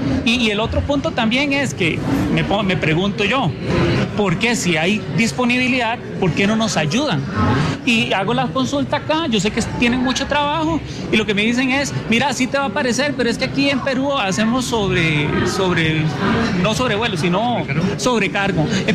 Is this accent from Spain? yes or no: no; Costa Rica; Entonces uno como tico dice, ¿qué estamos haciendo, verdad?